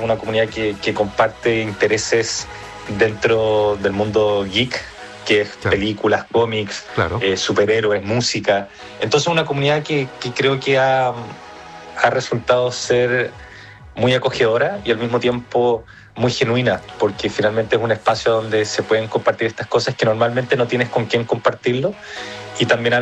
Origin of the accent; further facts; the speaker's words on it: Chile; born there; also born or lived in United States; nací en Estados Unidos, pasé mis primeros años allá, pero ya. Mi familia es chilena, yo soy chileno, todo ya. Mi entorno es chileno, así que más chileno que los porotos imposible, solamente nací allá.